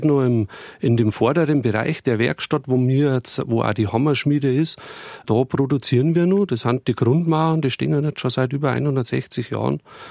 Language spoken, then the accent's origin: German; Bavaria, Germany